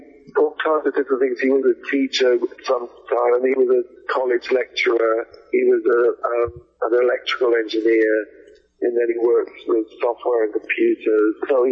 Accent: England, United Kingdom; born there; also born or lived in Canada; Well, I was born in England. My parents were Welsh, but I was born in England, and we travelled a lot. We moved a lot. We moved 18 times.

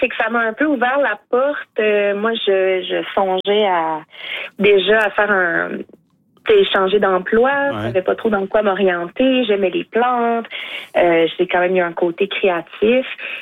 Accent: Mascouche, Quebec, Canada; also born or lived in Saint-Colomban; now in New Richmond, Canada; J'ai fait les 10 premières années de ma vie à Mascouche. Puis ensuite, à 10 autres années à Saint-Colomban, avant de m'en venir après ça par l'Est, là, dans Rimouski, puis New Richmond.

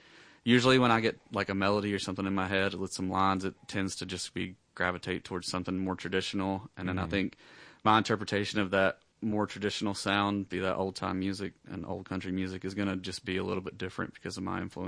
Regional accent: Calhoun, Georgia, United States; moved away as an adult; now in Chattanooga, United States; I'm from Calhoun.

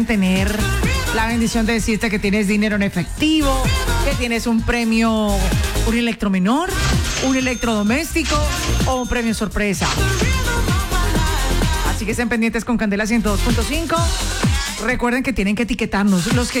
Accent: Cali, Valle del Cauca, Colombia; Yo soy caleña, mucho honor, amo mi ciudad, la amo con toda mi alma y de verdad no elegiría otra

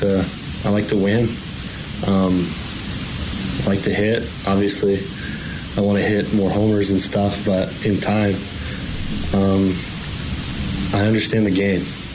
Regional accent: Oxford, Mississippi, United States; also born or lived in Senatobia, Mississippi; I'm from Oxford. I went to high school in Senatobia, Mississippi. I'm from Oxford, Mississippi.

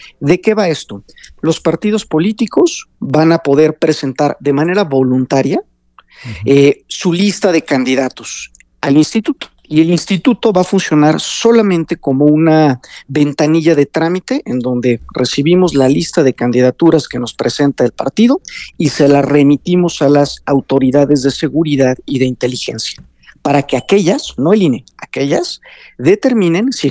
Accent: Mexico; de suma relevancia que nos importa a todos como mexicanas y mexicanos

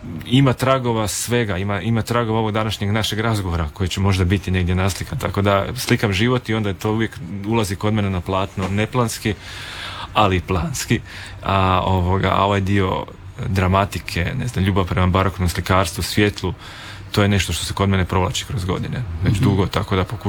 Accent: Slavonia, Croatia; now in Istria, Croatia; iako sam ja Slavonac u biti, ja živim u Istri

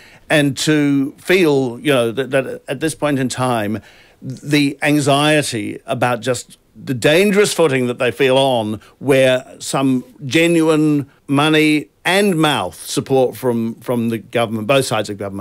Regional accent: New Zealand; born or raised there

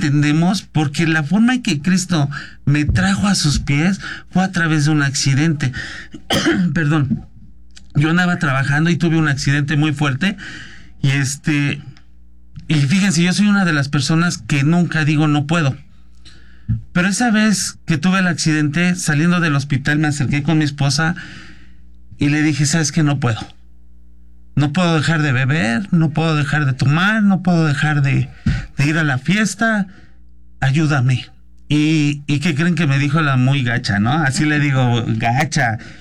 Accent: Ixtapaluca, State of Mexico, Mexico; born there; yo nací en CCI Iztapaluca

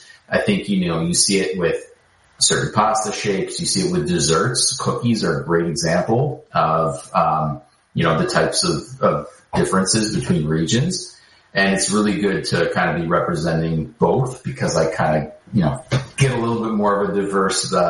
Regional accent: Toronto, Ontario, Canada; also born or lived in Montreal, Canada; I was born in Montreal, but I grew up in Toronto.

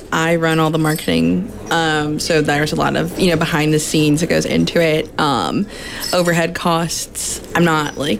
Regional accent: Chicago, Illinois, United States; accent: Chicago; My Chicago accent often comes out while I'm doing it.

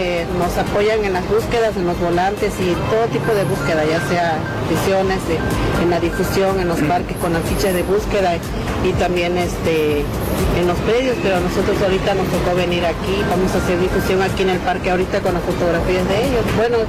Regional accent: Veracruz, Mexico; Madres que venimos del puerto de Veracruz buscando a nuestros hijos desaparecidos de diciembre del 2013.

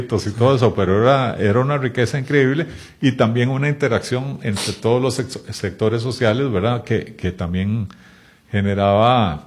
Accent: Heredia, Costa Rica; Yo crecí en Heredia

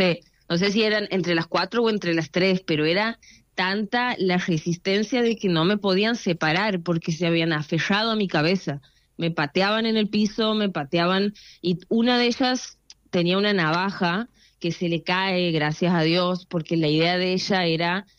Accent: Santiago del Estero, Argentina; moved away as an adult; now in Buenos Aires, Argentina; Yo soy de Santiago del Estero. Yo me he venido a vivir a Buenos Aires como hace 3 años, ponele.

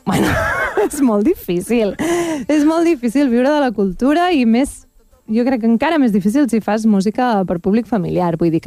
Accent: Castelló d'Empúries, Catalonia, Spain; born or raised there; also born or lived in Roses

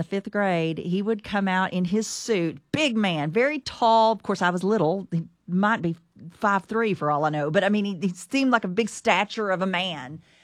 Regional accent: Texas, United States; I'm from Texas

